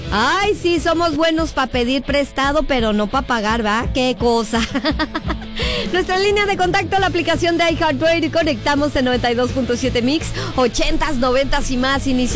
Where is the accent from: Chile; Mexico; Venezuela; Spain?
Mexico; ¿Cuáles son, como mexicanos, nuestras mejores excusas para no pagar?